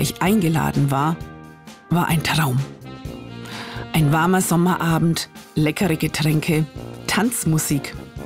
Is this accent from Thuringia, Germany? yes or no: no; Bavaria, Germany; Das Blues- und Jazz-Festival in meiner Heimatstadt, Kirchweih an jedem Wochenende in unseren fränkischen Dörfern